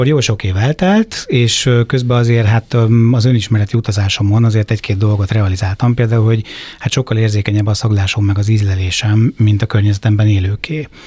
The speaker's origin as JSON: {"language": "Hungarian", "town": "Zamárdi", "region": "Somogy", "country": "Hungary", "tie": "born or raised there", "said": "én gyakorlatilag az egész gyerekkoromat a Balatonon töltöttem, praktikusan Zamárdiban, tehát a déli parton."}